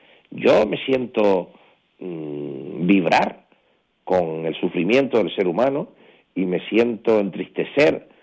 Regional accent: Canary Islands, Spain; soy de Canarias en el Ayuntamiento de Gran Canaria o soy senador por Gran Canaria, yo no abdico de que mi pasión sigue siendo el archipiélago, ¿no?

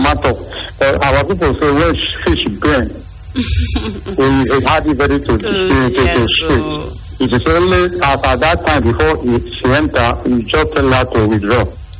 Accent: Gujarat, India; I'm from Gujarat.

